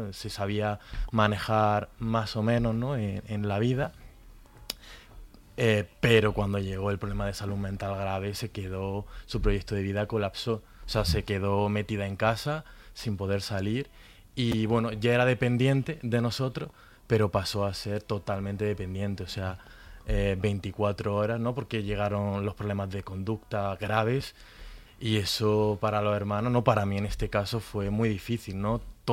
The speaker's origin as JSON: {"language": "Spanish", "town": "Granada", "region": "Andalusia", "country": "Spain", "said": "yo soy de Granada, ¿no? O sea, que estamos al lado, ¿no? Al medio."}